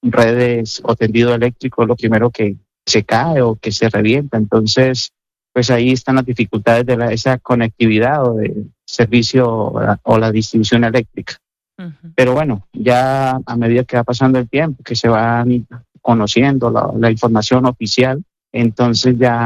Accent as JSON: {"language": "Spanish", "region": "Norte de Santander", "country": "Colombia", "lives_now": "Santiago de Compostela, Spain", "said": "Sí, yo soy del norte de Santander, pero sí, mi familia, por parte de mi esposa, son oriundos de Valle del Cauca. Uh-huh. Y llevo residenciado en Santiago de Compostela sobre 25 años."}